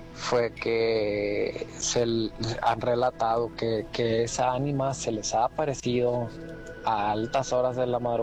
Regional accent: Sinaloa, Mexico; con todo el respeto, yo no soy de esos lugares. Yo soy de Sinaloa

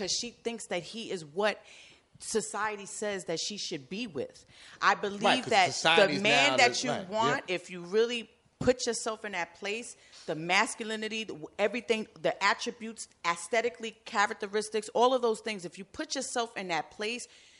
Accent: New York City, New York, United States; I grew up in Edenwald Project.

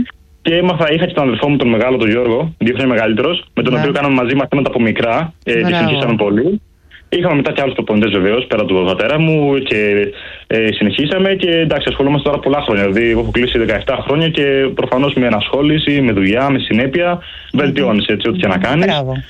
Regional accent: Piraeus, Attica, Greece; Από Πειραιά είμαι εγώ.

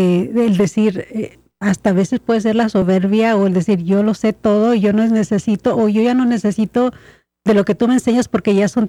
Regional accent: Mexico; Y yo, como buena mexicana, digo, pues, burritos y tamales.

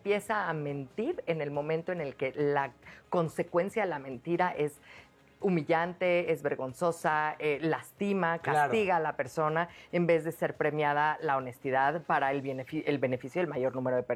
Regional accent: Mexico; si lo queremos ver como mexicanos

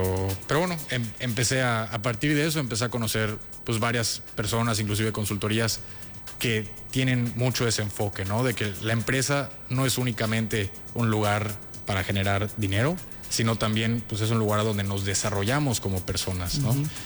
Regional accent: Mérida, Yucatán, Mexico; also born or lived in Cancún; para servirles. Tengo 25 años, nací en Cancún, pero crecí acá en Mérida.

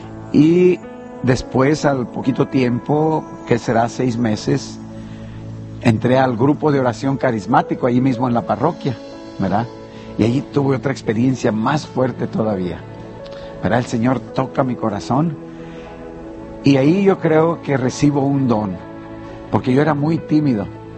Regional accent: Guanajuato, Mexico; Yo soy del estado de Guanajuato, entonces el seminario estaba en León, Guanajuato

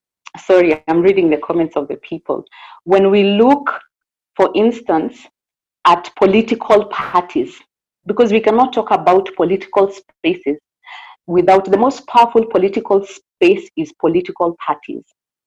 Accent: Kajiado County, Kenya; I am from Kajiado County.

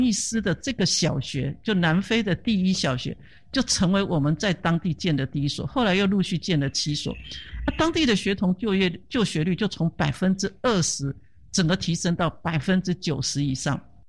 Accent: Taiwan; 我们台湾人的确天天洗澡

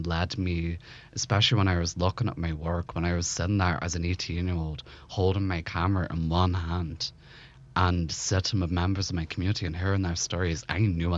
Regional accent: Belfast, Northern Ireland, United Kingdom; born or raised there

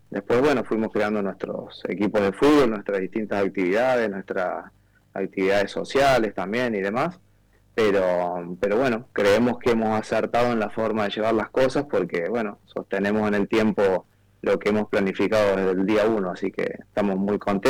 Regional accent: Córdoba, Argentina; moved away as an adult; now in Málaga, Spain; Si bien yo soy del interior, soy de Córdoba, pero viajábamos mucho para Buenos Aires a poder ver a Boca

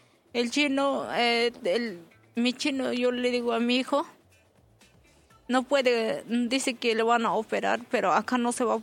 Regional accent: Amantaní Island, Puno, Peru; Soy de la isla de Amantané. Soy de Puno.

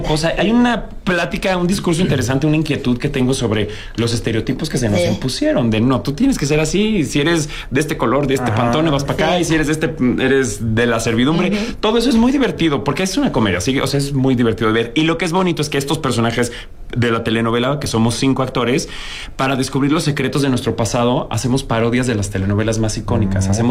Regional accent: Mexico

